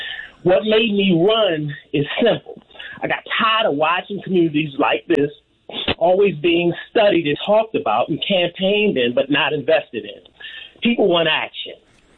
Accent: Baltimore, Maryland, United States; again, I'm a candidate, and I was born and raised in Baltimore.

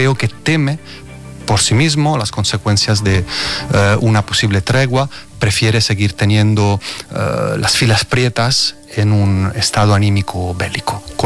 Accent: Italy; el FPO va muy fuerte en Italia, en mi país

